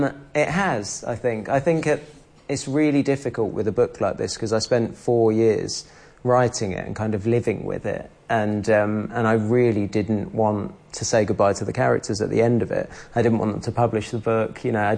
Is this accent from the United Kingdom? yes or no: yes; London, United Kingdom; I grew up in London, in quite a rough bit of London, not a posh bit of London.